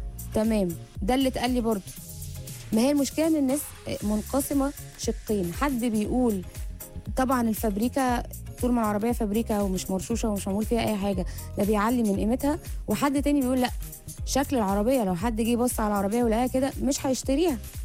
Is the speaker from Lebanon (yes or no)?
no; Egypt; احنا كمصريين